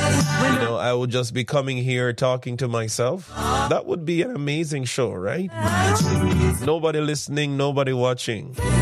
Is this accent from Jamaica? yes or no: yes; Jamaica; moved away; In Jamaica, we call them informa.